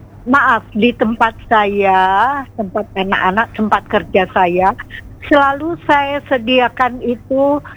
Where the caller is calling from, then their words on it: Lembang, West Java, Indonesia; saya dari Lembang, Bandung, jauh.